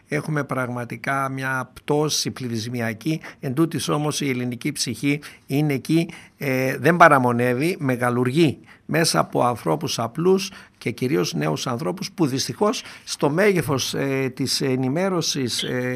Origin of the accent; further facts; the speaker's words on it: Doirani, Central Macedonia, Greece; moved away; τα έχω ζήσει ως παιδί στο χωριό μου στη Δοϊράνη